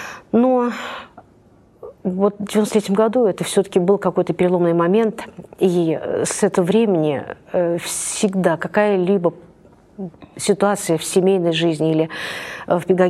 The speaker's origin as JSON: {"language": "Russian", "town": "Nizhny Novgorod", "region": "Nizhny Novgorod Oblast", "country": "Russia", "tie": "born or raised there", "said": "я коренная жительница Нижнего Новгорода. Родилась я 60 лет назад."}